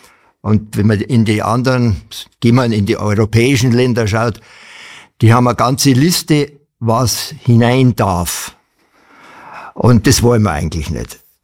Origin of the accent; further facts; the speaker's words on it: Murnau, Bavaria, Germany; Eigentlich ganz einfach, ich bin in der Brauerei groß geworden. Also mein Großvater hat 1912 die Brauerei in Murnau gekauft.